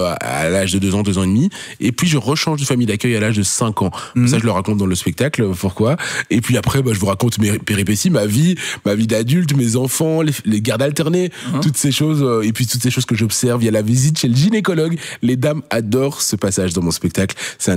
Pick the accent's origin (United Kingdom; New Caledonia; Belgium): Belgium; je rigole, hein, moi, je suis belge.